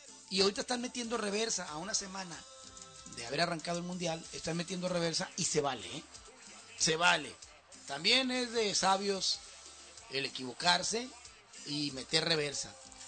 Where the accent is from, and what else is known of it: Mexico